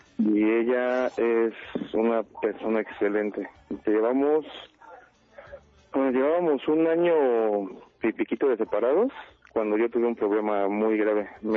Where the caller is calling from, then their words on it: Naucalpan de Juárez, State of Mexico, Mexico; Naucalpan de Juárez.